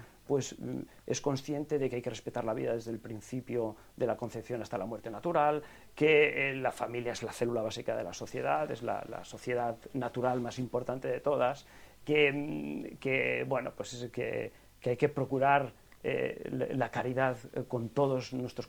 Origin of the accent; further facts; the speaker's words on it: Catalonia, Spain; Yo vengo de Cataluña, en donde esto lo observamos día tras día.